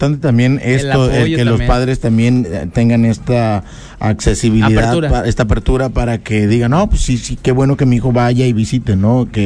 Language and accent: Spanish; Lerdo, Mexico; born there; moved away; Era la radio de ahí del Lerdo.